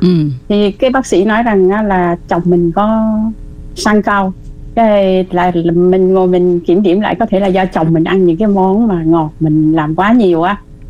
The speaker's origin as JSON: {"language": "Vietnamese", "town": "Da Lat", "region": "Lâm Đồng", "country": "Vietnam", "tie": "born or raised there", "moved": "as an adult", "lives_now": "Taiwan", "said": "Chị quê ở Đà Lạt, chị sinh ra và lớn lên ở Đà Lạt và hiện tại chị đang sống ở bên Đài Loan cũng khá lâu, là trên 28 năm rồi."}